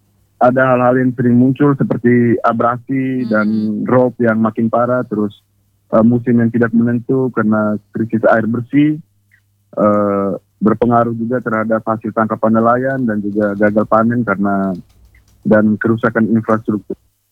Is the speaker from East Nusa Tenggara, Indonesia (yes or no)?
yes; East Nusa Tenggara, Indonesia; di desa kami, karena jalur kami itu berada di lintasan pantai utara kan. Jadi fokus kami saat ini untuk penanaman mangrove itu masih di skala kecil, yaitu di desa Eramu sendiri.